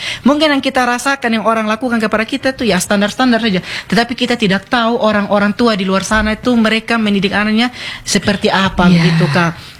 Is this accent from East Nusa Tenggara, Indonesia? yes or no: yes; Sumba, East Nusa Tenggara, Indonesia; kita orang Sumba